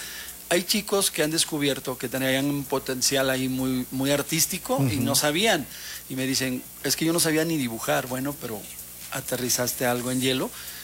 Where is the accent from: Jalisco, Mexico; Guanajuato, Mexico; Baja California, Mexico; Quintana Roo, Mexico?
Quintana Roo, Mexico; Cancún; Yo, bueno, vengo de Cancún, vivo en Cancún